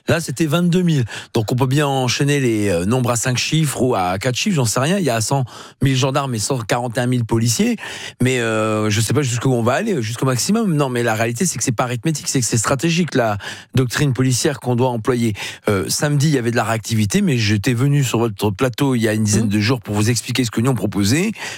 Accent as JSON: {"language": "French", "region": "Hauts-de-France", "country": "France", "tie": "born there", "accent": "Ch'ti", "said": "Je vais essayer de développer l'anglais ou le ch'ti, mais ma langue natale du Nord."}